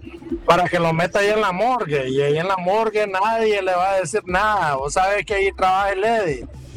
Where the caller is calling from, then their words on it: Nicaragua; como buen nicaragüense